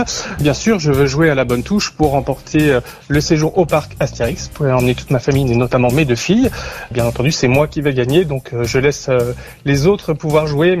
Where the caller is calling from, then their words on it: Pays de la Loire, France; je vous appelle de la Vendée, sur la côte.